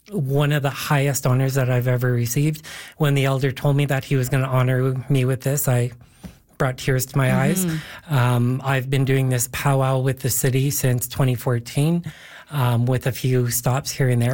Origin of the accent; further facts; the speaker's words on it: Canada; as feeling Canadian